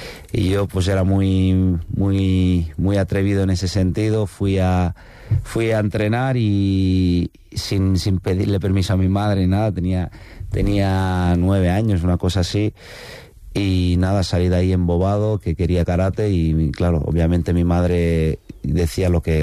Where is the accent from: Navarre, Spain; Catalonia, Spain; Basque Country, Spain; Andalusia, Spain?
Catalonia, Spain; Granollers; born there; moved away as an adult; now in Madrid, Spain; yo nací en Granollers, en la provincia de Barcelona. La gente lo puede conocer un poco por el balonmano, porque tienen ahí club de balonmano y nací en el 93, soy más joven